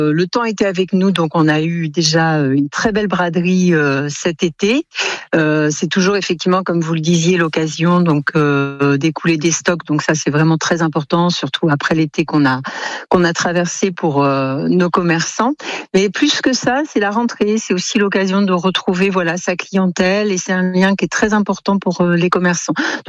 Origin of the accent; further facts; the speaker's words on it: Pau, Nouvelle-Aquitaine, France; chez nous à Pau